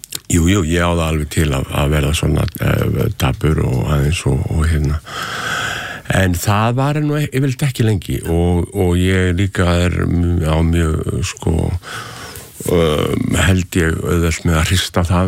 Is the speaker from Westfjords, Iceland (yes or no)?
yes; Ísafjörður, Westfjords, Iceland; við bjögum upp í fjallshlíð á Ísafirði og ég horfði svona yfir allan fjörðin